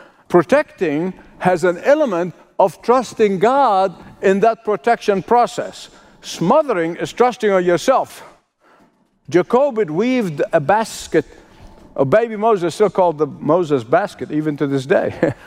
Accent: Egypt; You know, now growing up in Egypt, we were taught in school, almost recited on a regular basis, that the Nile is

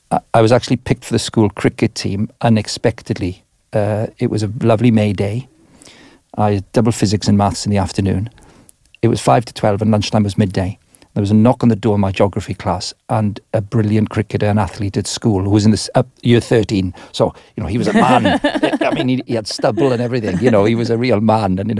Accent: Wales, United Kingdom; I was born in 62. I'm 64 years of age. So I grew up in Southwest Wales, industrial Southwest Wales, in a Welsh-speaking community. So my growing up experience of church would have been Welsh-speaking, non-conformist Baptist church, chapel it would have been called

